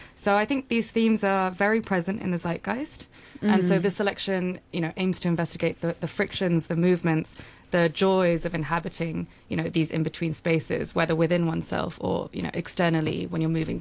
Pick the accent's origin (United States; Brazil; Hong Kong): Hong Kong; I'm half English, half Japanese, born and raised in Hong Kong. So Hong Kong is, you know, home.